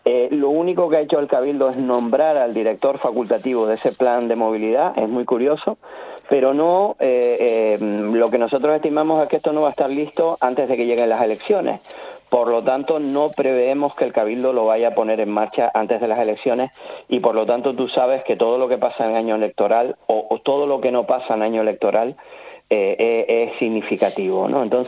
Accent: Canary Islands, Spain; A mí como tinerfeño eso me avergüenza, porque el Teide es patrimonio de todos los canarios

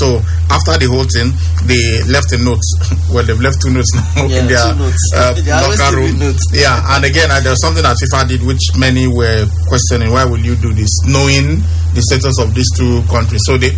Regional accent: Iran; We came from Iran, from a land that for thousands of years has placed honor above victory.

